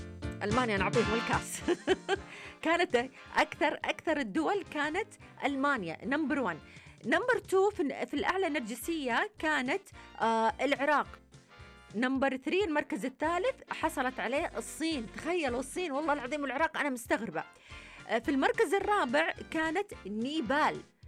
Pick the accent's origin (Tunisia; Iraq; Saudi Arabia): Saudi Arabia; Jazan Province; نصيحة مني